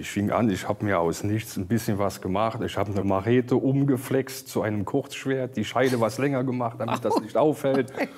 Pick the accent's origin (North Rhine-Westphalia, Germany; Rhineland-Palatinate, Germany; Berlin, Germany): Rhineland-Palatinate, Germany; Manderscheid; Ich bin mein ganzes Leben lang auf dieser Burg gewesen. Ich komme aus Manderscheid, bin hier groß geworden, bin auf den Burgen groß geworden.